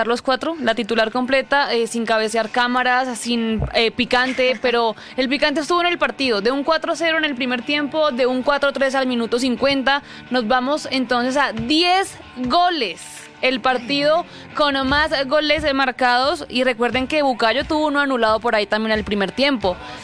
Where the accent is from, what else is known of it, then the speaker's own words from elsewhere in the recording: Spain; Yo soy más española que la paella.